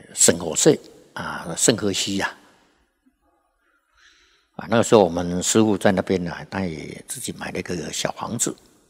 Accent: Taiwan; accent: Taiwanese; now in Dallas, United States; 那听到我讲话的口音呐、啊、是台湾话啊

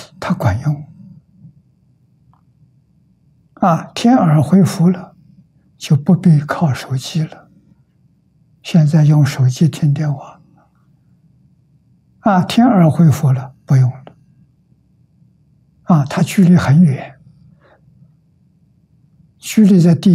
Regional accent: China

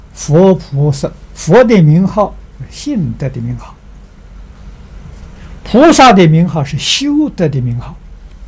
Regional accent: China; 如同我们中国人这个家里面供祖宗的牌位呀一样

